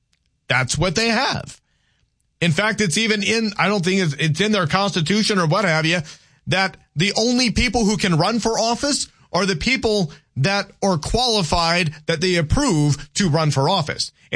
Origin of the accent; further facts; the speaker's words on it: United States; as an American